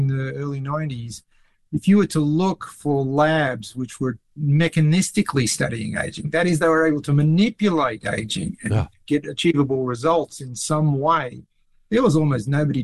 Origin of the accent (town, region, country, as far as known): Australia; born or raised there